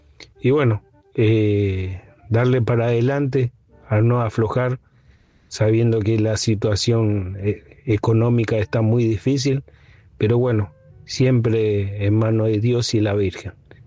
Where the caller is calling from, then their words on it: Guernica, Buenos Aires Province, Argentina; de Guernica